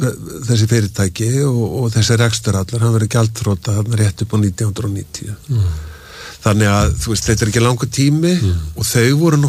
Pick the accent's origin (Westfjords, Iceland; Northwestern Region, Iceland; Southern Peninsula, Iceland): Westfjords, Iceland; Bolungarvik; ég er fæddur í Bólungavík og hérna, og þá vorum við, byggum við á svona íbúð í Bólungavík